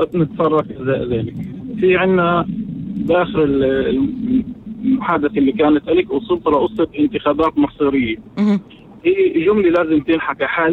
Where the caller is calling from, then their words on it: Shefa-'Amr, Northern District, Israel; من شفر عمر